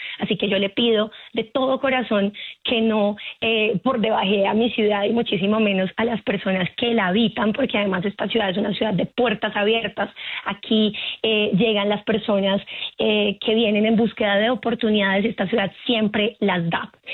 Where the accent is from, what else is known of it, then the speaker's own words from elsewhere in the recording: Bogotá, Colombia; born there; Yo, si bien nací en Bogotá